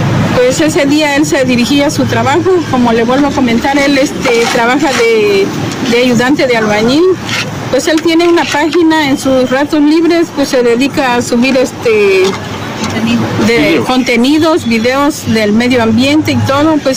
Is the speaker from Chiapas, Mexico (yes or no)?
yes; Motozintla, Chiapas, Mexico; soy originaria de Motocintla.